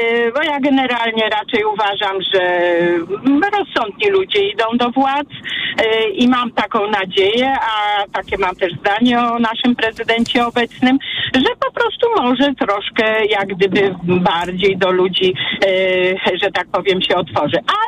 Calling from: Kraków, Lesser Poland, Poland; jestem z Krakowa

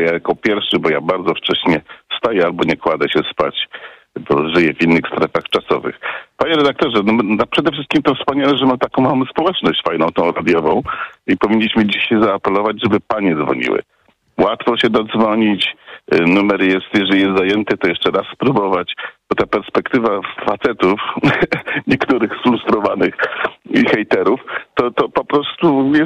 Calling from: Lubusz Voivodeship, Poland; jako ambasador Ziemi Lubuskiej

